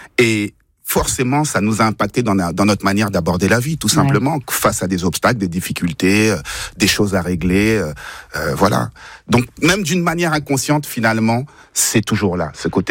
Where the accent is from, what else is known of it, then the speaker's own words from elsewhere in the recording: Sarcelles, Île-de-France, France; born there; Moi, je suis né à Sarcelles, Jackie est né à Paris.